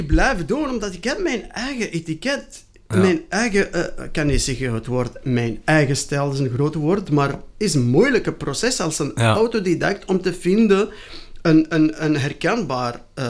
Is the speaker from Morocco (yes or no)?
yes; Morocco; moved away; Ik ben Marokkaan, hè.